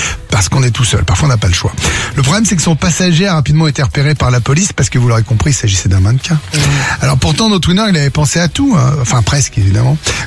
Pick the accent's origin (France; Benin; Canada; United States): France; chez nous en France